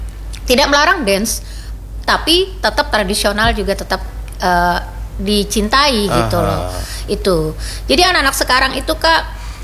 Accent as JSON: {"language": "Indonesian", "region": "Kalimantan", "country": "Indonesia", "said": "kita orang Kalimantan bukan Melayu aja, tapi kita juga ada Dayaknya ya, Kak."}